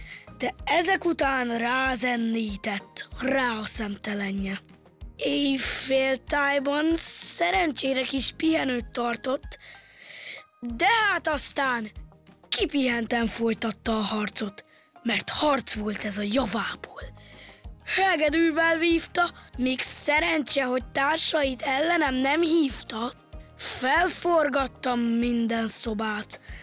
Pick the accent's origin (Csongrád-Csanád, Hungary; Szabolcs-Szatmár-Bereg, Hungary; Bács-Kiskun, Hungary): Bács-Kiskun, Hungary; Kecskemét; Kecskemétről jöttem, 9 éves vagyok